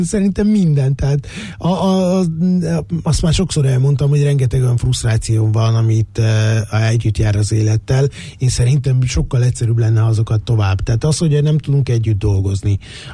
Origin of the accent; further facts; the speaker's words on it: Hungary; ugye nálunk Magyarország